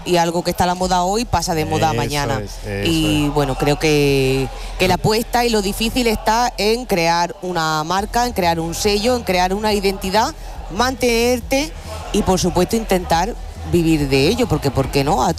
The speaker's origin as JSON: {"language": "Spanish", "town": "Guadix", "region": "Andalusia", "country": "Spain", "tie": "born or raised there", "said": "yo te voy a decir que te vayas a Guadí, que es mi pueblo."}